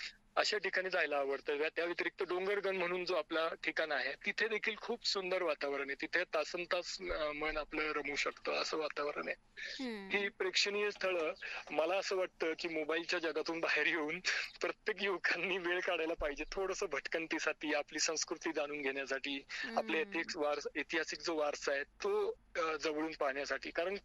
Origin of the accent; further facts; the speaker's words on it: Ahmednagar, Maharashtra, India; एक नगरकर म्हणून